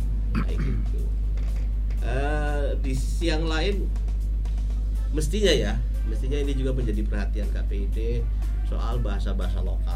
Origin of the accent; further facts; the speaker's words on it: Indramayu, West Java, Indonesia; Saya wong Dramayu, saya bisa menjiwai, bisa membedakan dengan rasa antara bahasa awam dengan bahasa Kromo Inggil. Nah itu harus, tapi saya dengan Sunda, walaupun saya bisa Sunda